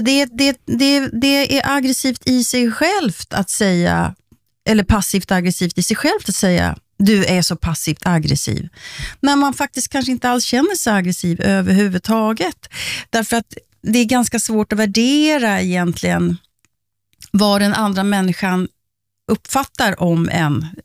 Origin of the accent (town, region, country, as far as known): Sweden